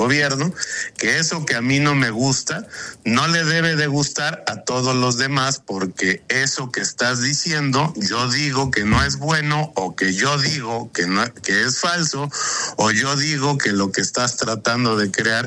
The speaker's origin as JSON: {"language": "Spanish", "country": "Mexico", "said": "con el ejercicio de las libertades de quienes somos simplemente mexicanas y mexicanos."}